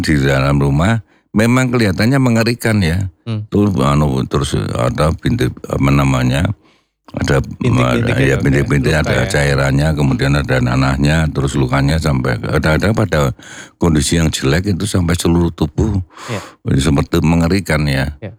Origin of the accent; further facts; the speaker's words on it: Java, Indonesia; saya juga Wong Jawa